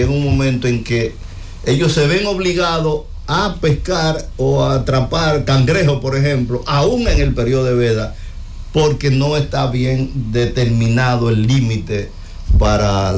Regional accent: Monte Cristi, Dominican Republic; born there; En el caso de Montecristi hay barrios enteros, como el barrio donde yo nací

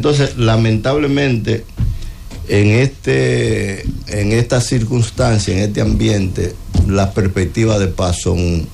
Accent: Dominican Republic

